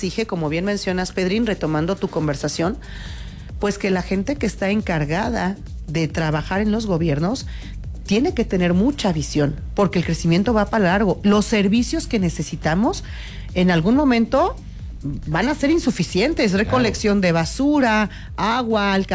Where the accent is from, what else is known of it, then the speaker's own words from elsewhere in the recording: Santiago de Querétaro, Querétaro, Mexico; somos queretanos de cepa, los que sí somos queretanos de, uh-huh, bisabuelos, tatarabuelos, uh-huh, de toda la vida que hemos visto el crecimiento de la ciudad.